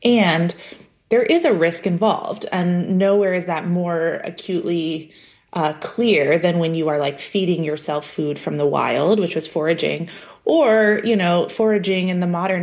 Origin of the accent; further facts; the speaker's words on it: Portland, United States; I grew up in Portland, but I hadn't grown up mushroom foraging.